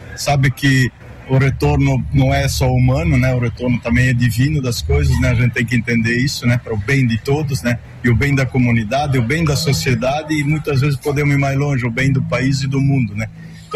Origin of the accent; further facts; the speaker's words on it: Timbó, Santa Catarina, Brazil; a gente foi criado desde pequeno em Timbó, participava das comunidades